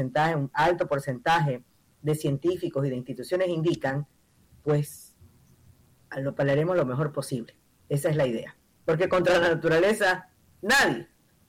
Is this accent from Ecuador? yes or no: yes; Ecuador